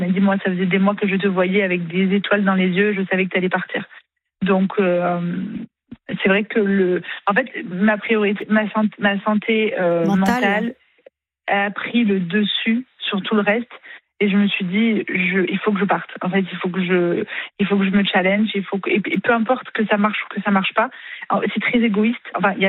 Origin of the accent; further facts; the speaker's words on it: south-east France, France; en fait, je viens du Sud-Est, mais j'ai vraiment du mal avec la mentalité des gens du Sud-Est.